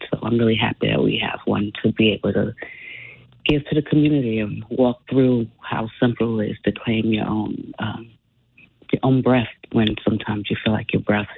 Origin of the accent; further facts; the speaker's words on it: New York, United States; so many people we grew up with in New York ended up in Rikers, went through Rikers in some way, including my brother.